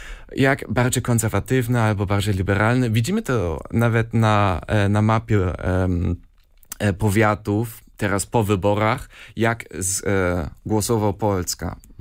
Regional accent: Germany; Polish is a second language; now in Poland; Ja wiem, że jestem Niemcem

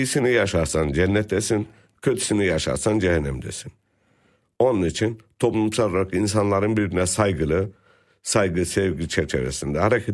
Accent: Pazarcık, Kahramanmaraş, Turkey; now in Germany; Biz orada doğduk, orada büyüdük.

